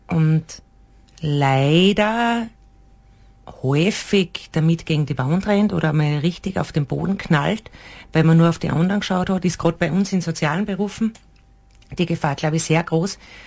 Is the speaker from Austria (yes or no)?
yes; Admont, Styria, Austria; bin 38 Jahre alt, komme aus Admont